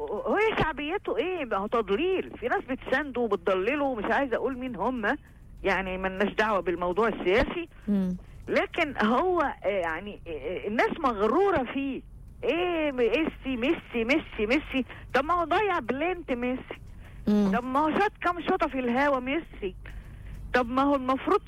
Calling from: Egypt

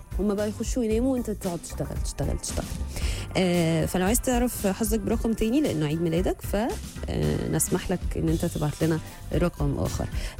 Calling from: Kuwait; يعني انا ببعت من الكويت ومحدش بيرد, اهو الزعل جه بقى. ازيك … من الكويت

